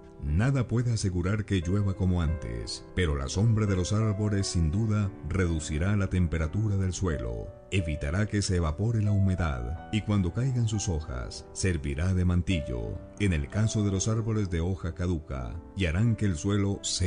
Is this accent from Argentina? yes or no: no; Spain; moved away as an adult; also born or lived in United States; now in Ethiopia; de 37 años, nacido en Estados Unidos, aunque crecí en España y soy sacerdote de la diócesis de Getafe.